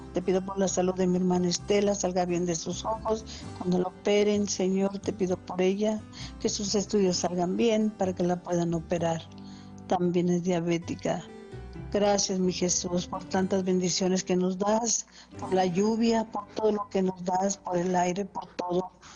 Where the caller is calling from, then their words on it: Jongapeo, Michoacán, Mexico; Jongapeo, Michoacán